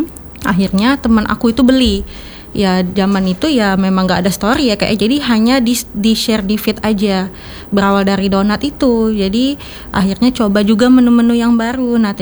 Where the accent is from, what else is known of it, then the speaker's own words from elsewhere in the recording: Palembang, South Sumatra, Indonesia; perkenalkan dulu … saya owner Aku Kiss. Saya tinggal di Palembang, udah dari kecil gitu.